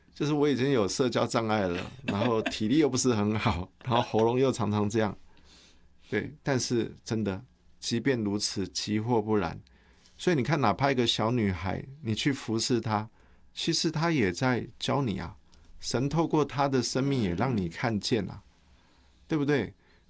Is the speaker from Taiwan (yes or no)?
yes; Taiwan